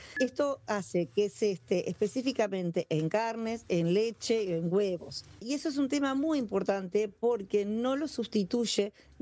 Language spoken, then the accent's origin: Spanish; Uruguay; En mi país, en Uruguay